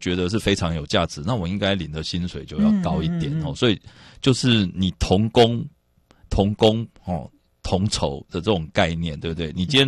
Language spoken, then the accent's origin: Chinese; Taiwan; 就好像穷忙已经快变成我们台湾人的 DNA 了。